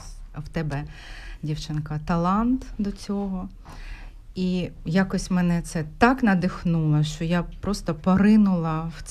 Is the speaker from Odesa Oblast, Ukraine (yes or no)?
no; Dnipro, Dnipropetrovsk Oblast, Ukraine; moved away as an adult; now in Switzerland; Я народилася в Україні, в місті Дніпро. З дитинства малюю, закінчила художню школу в Дніпрі, художнє училище імені Вучетича в Дніпрі і університет Олеся Гончара.